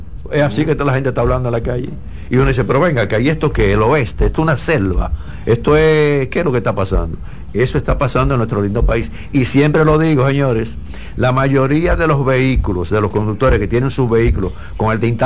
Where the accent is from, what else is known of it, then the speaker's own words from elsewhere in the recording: Dominican Republic; esto es increíble lo que pasa en mi país